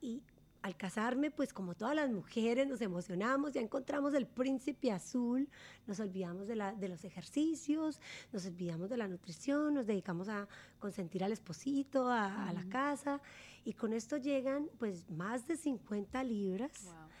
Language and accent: Spanish; Colombia; yo crecí en Colombia en la cultura del frito, en la cultura del arrocito, la papita frita, la tajadita frita, el huevito frito y la carnecita así de pequeñita en nuestro plato, todo frito.